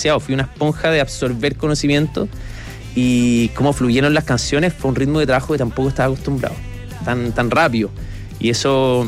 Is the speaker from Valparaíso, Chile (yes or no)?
no; Santiago, Santiago Metropolitan Region, Chile; Yo soy santiaguino, nacido y criado aquí en Santiago.